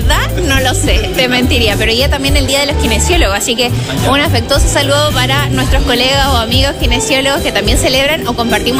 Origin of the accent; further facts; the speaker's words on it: Chile; sobre todo como chileno